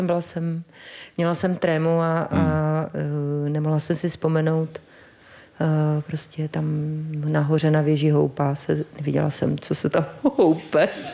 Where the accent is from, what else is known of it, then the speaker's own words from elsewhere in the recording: Karlovy Vary, Karlovy Vary Region, Czechia; born there; now in Prague, Czechia; Já jsem bydlela vlastně, narodila jsem se ve Varech a než jsem se přestěhovala do Prahy, tak už mě hudba provázela určitě třeba 3 roky